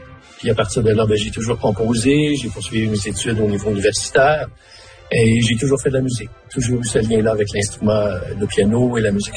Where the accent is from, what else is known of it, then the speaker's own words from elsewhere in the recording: Smooth Rock Falls, Ontario, Canada; je suis né à Smooth Rock Falls, petit village du nord de l'Ontario.